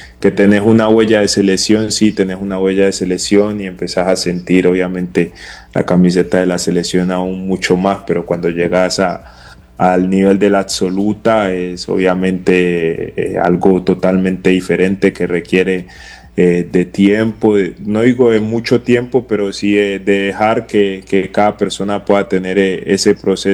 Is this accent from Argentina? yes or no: no; Cali, Valle del Cauca, Colombia; moved away; Soy caleño y me encanta la salsa